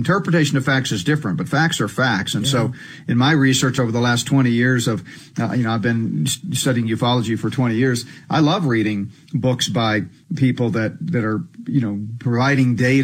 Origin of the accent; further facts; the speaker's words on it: Colorado, United States; A congresswoman from my home state, Colorado, said on a podcast back in May